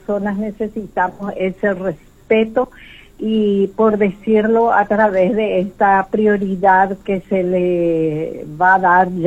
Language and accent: Spanish; Unión, San Pedro, Paraguay; yo soy oriunda de Unión.